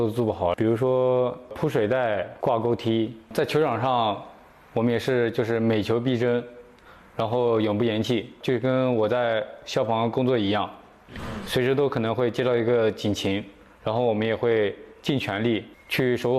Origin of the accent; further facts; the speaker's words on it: Haimen, Jiangsu, China; also born or lived in Hunan (ancestral home); 我今年25岁，老家是湖南的，但是从小在岔河长大